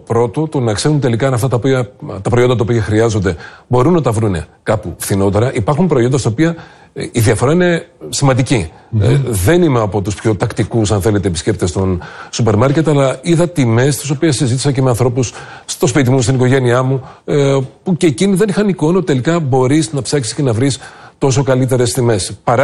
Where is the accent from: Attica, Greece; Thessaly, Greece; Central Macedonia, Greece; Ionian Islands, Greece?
Thessaly, Greece; Trikala; στον τόπο μου, στα Τρίκαλα, στην Πύλη, ας πούμε, στα χωριά, μπορεί να μην υπάρχουν μεγάλα σούπερ μάρκετ.